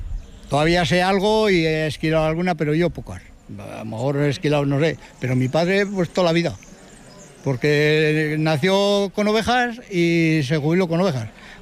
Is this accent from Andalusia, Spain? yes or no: no; Brieva de Cameros, La Rioja, Spain; Que soy de aquí de Brieva de Cameros, nacido y me he criado aquí toda la vida, y estamos por conservar la tradición